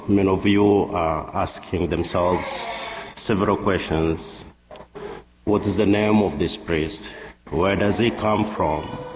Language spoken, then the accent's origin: English; Tanzania; English is a second language; I come from Tanzania. Tanzania is one of the Eastern African countries that was first colonized by the Germans.